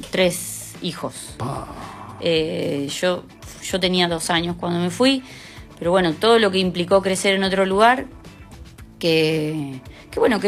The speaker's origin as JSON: {"language": "Spanish", "region": "La Pampa", "country": "Argentina", "tie": "born there", "said": "Juani de Pian, que es mi primer amigo, junto a otras personas de mi infancia, mi primer amigo en La Pampa."}